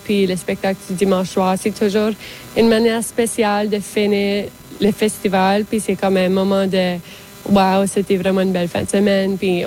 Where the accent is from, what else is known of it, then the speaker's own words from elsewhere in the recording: Acadia, Canada; Alors, je pense que c'est vraiment important de se souvenir qu'on est acadien, notre culture est acadienne. Alors, au fond, notre cœur est acadien.